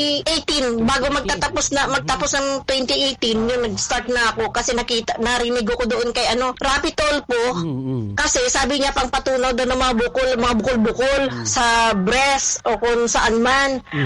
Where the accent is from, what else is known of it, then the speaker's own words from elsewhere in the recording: Bacoor, Cavite, Philippines; now in Hong Kong; Taga Molino Bacoor ako. Tapos, nandito ko ngayon sa, ano, sa Hong Kong. DH ako dito.